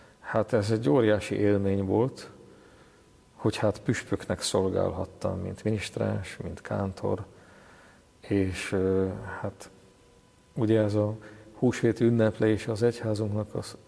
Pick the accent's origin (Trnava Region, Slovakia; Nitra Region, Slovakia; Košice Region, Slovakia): Nitra Region, Slovakia; Babindol; én egy kis településről származom, Zoborvidékről, Bábindal, 700 lakosú a település